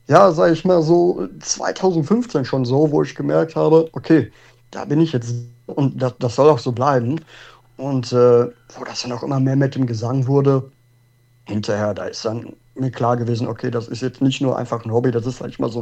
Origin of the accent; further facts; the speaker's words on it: Herscheid, North Rhine-Westphalia, Germany; Ja, ich komme aus dem schönen kleinen Dorf, sag ich mal, Gemeinde Herscheid im Sauerland. Mhm. Und genau, da lebe ich jetzt seit über 16 Jahren schon.